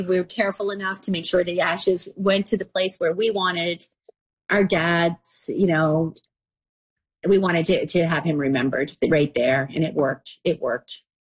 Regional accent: Nova Scotia, Canada; When I was a little girl and I grew up here in Cape Breton.

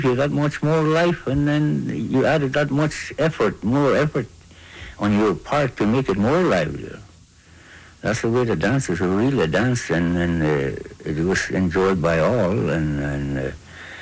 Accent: Fort Norman, Northwest Territories, Canada; I'm from Fort Norman, and then I travel more or less all through the north.

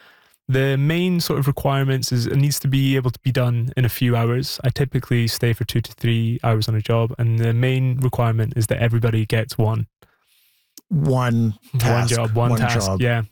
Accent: Scotland, United Kingdom; now in Montreal, Canada; So I'm helping out with the Montreal Highland Games, which is a sort of shout out to where I'm from Scotland.

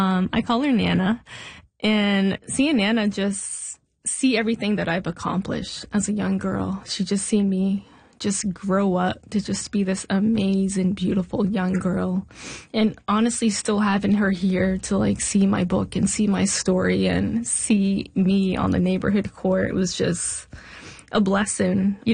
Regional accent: North Preston, Nova Scotia, Canada; Shout out to CBC for raising attention and covering like my story and who I am and being from North Preston.

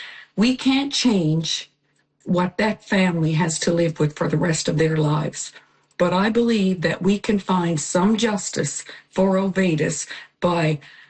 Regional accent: Charlottetown, Newfoundland and Labrador, Canada; born or raised there

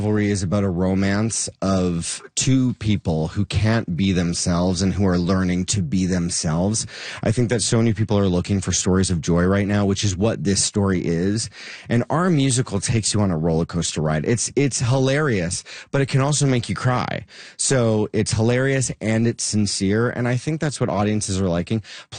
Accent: Canada; Here also, you know, like I'm from Canada. I lived here for 14 years, so I know a lot of the actors here.

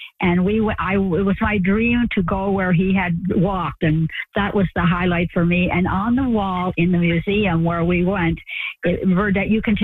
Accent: Nova Scotia, Canada; because we grew up in Cape Breton Island, we had a similar culture in terms of large families, people not being well off financially, and just ordinary Joes.

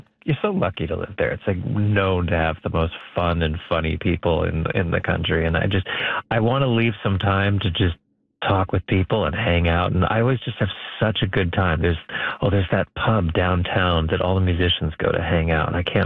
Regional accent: Brandon, Manitoba, Canada; I mean, I grew up in Brandon, Manitoba, which is a very, very musical place. But of course, it's pretty isolated, and it's not on the typical international touring route for musicians.

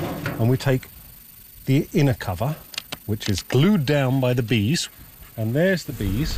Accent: London, United Kingdom; You know, when I was 7 years old, you can tell from my accent, I grew up in London, England, and we had a little house there in the urban center of the great old decaying British Empire.

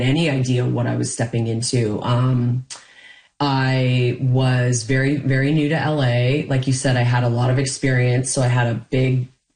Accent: Canada; because of my childhood and the way I was raised and being Canadian

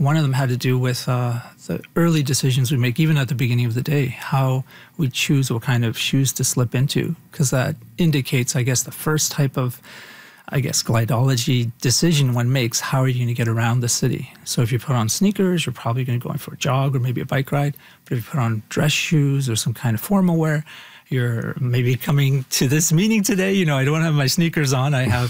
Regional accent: Toronto, Ontario, Canada; as a kid growing up in Toronto.

